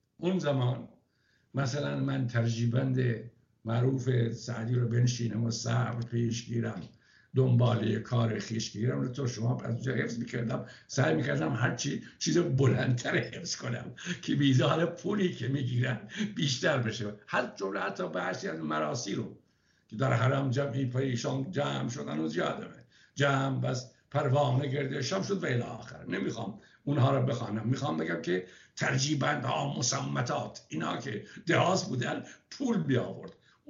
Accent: Rasht, Gilan, Iran; من در دیماه 1324 در رشت به دنیا آمدم. از خانواده پدریم همه مؤمن بودن

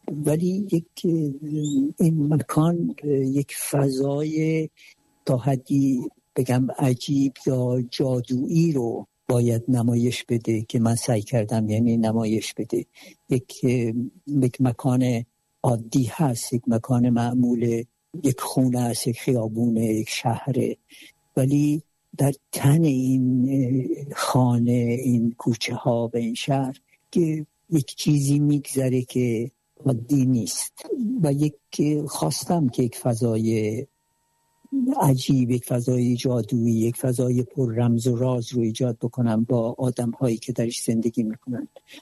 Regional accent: Iran; من خب خودم جنوبی هستم و همچنان دوست داشتم که از جنوب و از شهرم، زادگاهم، منطقم حرف بزنم

